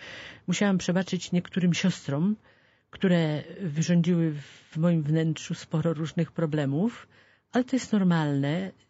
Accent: Laski, Masovian Voivodeship, Poland; Chodziłam do różnych kościołów, bardzo różnych, ponieważ wychowywałam się w Laskach

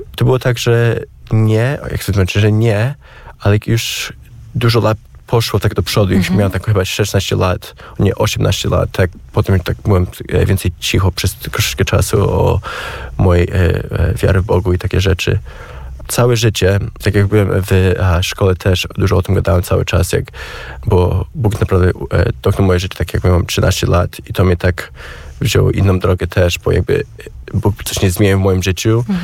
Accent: Warsaw, Masovian Voivodeship, Poland; born there; also born or lived in Alaska, United States; Przyszłem tutaj na wakacje 3 lata temu, żeby po prostu, wiesz, zobaczyć moje miasto, gdzie się urodziłem

